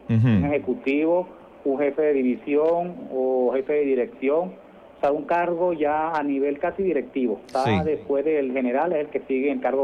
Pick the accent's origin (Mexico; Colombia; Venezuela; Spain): Venezuela; Caracas, Capital District; also born or lived in southern Venezuela; Yo nací aquí en Caracas, viví al sur de Venezuela.